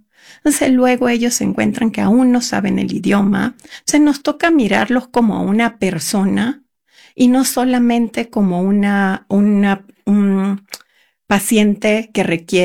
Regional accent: Venezuela; now in Utah, United States; Venezolana.

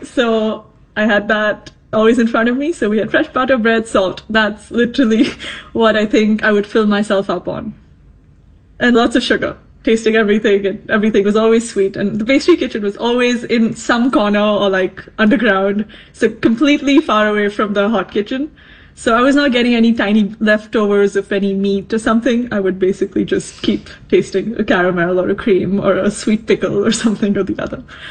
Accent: Bangalore, Karnataka, India; moved away as an adult; also born or lived in France / Belgium / Netherlands; I'm from Bangalore, India, but I spent most of my time working all over Europe. So I was in France for a good while, then I was in Belgium and the Netherlands as well for a bit, and I recently moved back to India.

